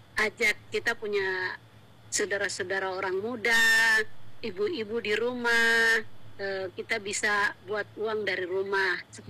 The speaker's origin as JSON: {"language": "Indonesian", "region": "Papua", "country": "Indonesia", "said": "kita orang Papua"}